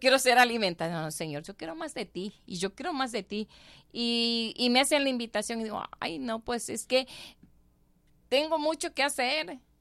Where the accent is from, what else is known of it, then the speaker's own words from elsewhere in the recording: Tabasco, Mexico; como buena tabasqueña, me gustan mucho los tamales tabasqueños